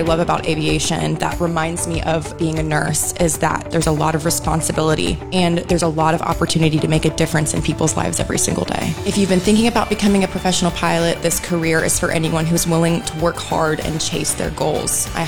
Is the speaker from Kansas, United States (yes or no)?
no; Charleston, South Carolina, United States; from Charleston, South Carolina.